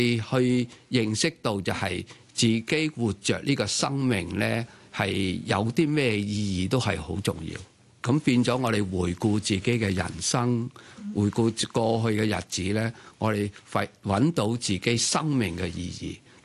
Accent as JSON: {"language": "Cantonese", "country": "China", "said": "呢、這個都係充分俾我哋睇到喺我哋中國人嘅家庭裏邊咧，好多時就係遺憾，好多時候就係呢啲歉疚。"}